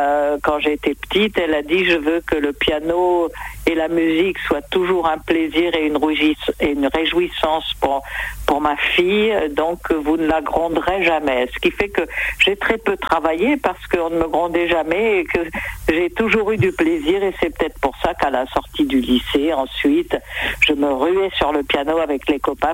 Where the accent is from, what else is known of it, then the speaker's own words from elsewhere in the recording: Nice, Provence-Alpes-Côte d'Azur, France; born there; moved away as an adult; also born or lived in Pont-Sainte-Maxence; de 8 à 23 ans, j'ai été à Nice.